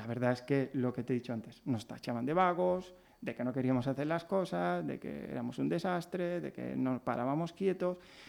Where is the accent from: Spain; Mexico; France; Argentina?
Spain; Inca, Balearic Islands; yo soy de Inca, ¿vale? Entonces, yo vivía lo que llamábamos los pisos de chocolate, que es una barriada que está ya a las afueras de Inca